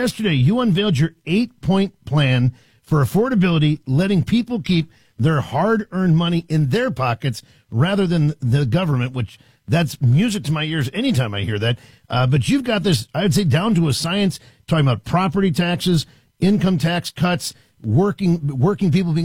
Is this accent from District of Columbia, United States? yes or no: yes; Washington, District of Columbia, United States; moved away as an adult; now in Wisconsin, United States; I'm a refugee from Washington, D.C., where I was born and raised. One of the things that when I moved here in 2007 that struck me